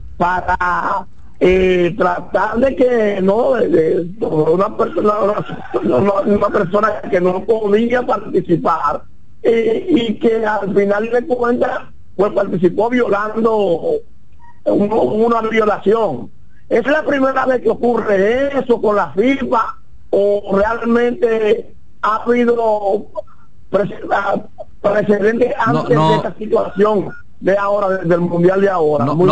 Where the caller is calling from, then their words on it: Cambita Garabitos, San Cristóbal, Dominican Republic; desde Campita Garavito, provincia de San Cristóbal.